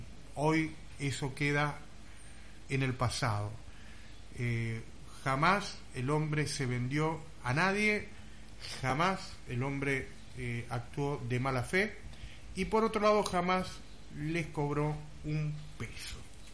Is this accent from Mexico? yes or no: no; Argentina